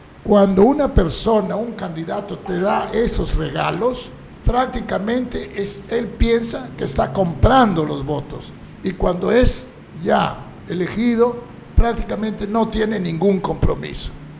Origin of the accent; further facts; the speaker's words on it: Peru; nuestro Perú